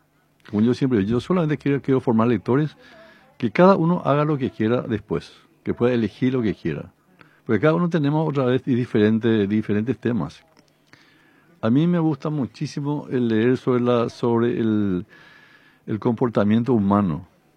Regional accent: Piribebuy, Cordillera, Paraguay; Soy de Piribebuy.

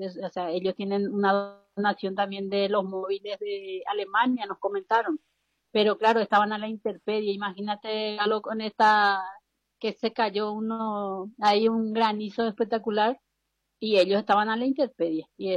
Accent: Paraguay; now in Spain; si podemos nosotros gestionar, fundar una asociación como paraguayos, porque no había tampoco mucho en ese tiempo. Desde el 2018 estamos nosotros en España legalmente constituidos.

